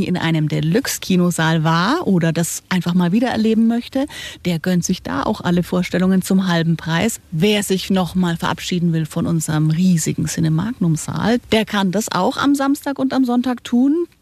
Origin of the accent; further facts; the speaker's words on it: Nuremberg, Bavaria, Germany; Uprising, der auch in Nürnberg entstanden ist. Kann man gleich mal gucken, was erkenne ich denn von meiner Heimatstadt.